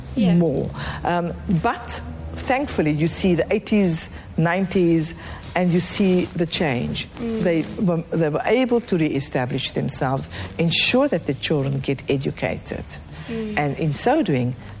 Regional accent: South Africa; Yes, of course we are South African, but we're all different.

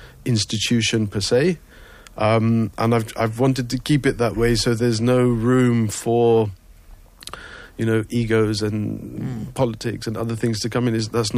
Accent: United Kingdom; moved away as an adult; now in Cape Town, South Africa; I'm from the UK originally.

